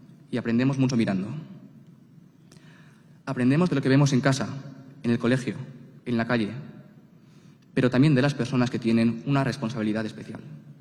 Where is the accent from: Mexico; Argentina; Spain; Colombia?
Spain; porque aunque yo soy español, la mitad de mis genes son congoleños.